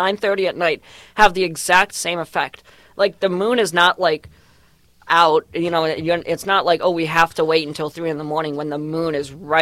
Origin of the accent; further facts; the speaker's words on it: Indiana, United States; I'm from Indiana.